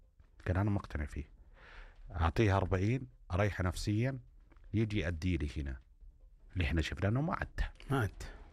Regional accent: Saudi Arabia; أنا كسعودي

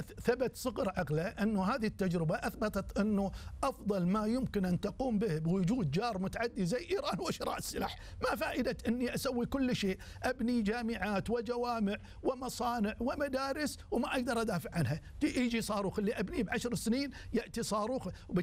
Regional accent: Kuwait; هو من وادي النيل أنا من الخليج

